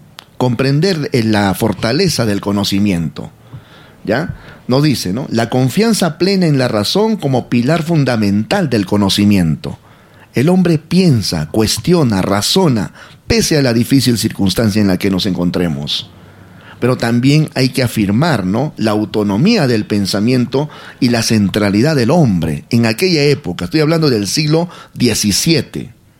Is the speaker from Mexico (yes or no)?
no; Peru; acá es el Perú